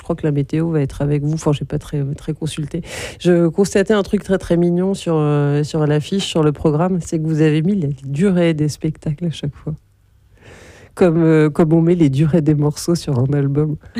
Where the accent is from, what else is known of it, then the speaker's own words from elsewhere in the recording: Normandy, France; quand j'ai grandi dans l'Orne, en fait, il n'y avait pas grand-chose.